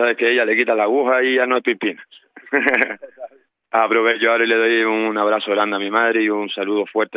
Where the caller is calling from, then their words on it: Vega de San Mateo, Canary Islands, Spain; sigo siendo voluntario aquí en mi pueblo, que es La Vega San Mateo